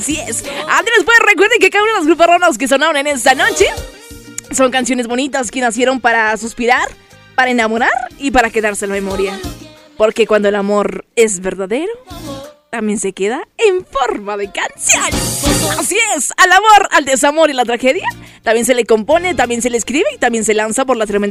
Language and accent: Spanish; Mexico; Somos mexicanos de corazón. Amamos el país.